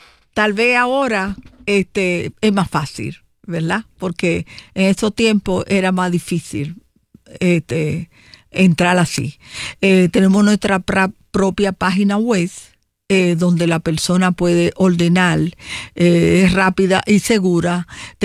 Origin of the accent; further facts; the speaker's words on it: Dominican Republic; now in Puerto Rico; yo soy dominicana y tengo 51 años acá en Puerto Rico.